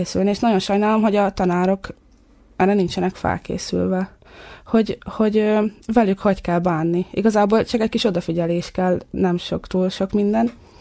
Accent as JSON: {"language": "Hungarian", "town": "Tiszabura", "region": "Jász-Nagykun-Szolnok", "country": "Hungary", "said": "a saját közösségemmel én Alföldről jövök. Egy Tiszabura, Abátszalók."}